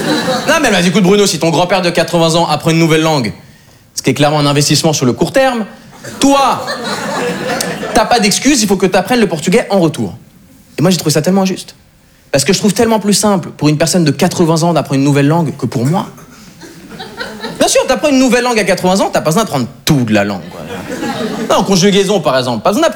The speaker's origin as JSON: {"language": "French", "country": "Switzerland", "tie": "born or raised there", "also_born_or_lived": "Montreal, Canada", "moved": "as an adult", "lives_now": "France", "said": "en plus d'être suisse, je suis brésilien. Ouais, c'est bizarre, hein. J'ai une tête d'Allemand, j'ai grandi en Suisse et j'ai de la famille en Amérique du Sud."}